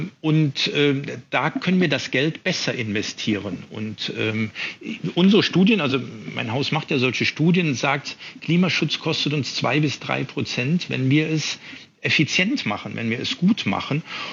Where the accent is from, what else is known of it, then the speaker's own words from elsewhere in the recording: Mannheim, Baden-Württemberg, Germany; Also ich komme aus Mannheim, mein Name ist eine der heißesten Städte, weil wir hier in der Oberrheinebene liegen.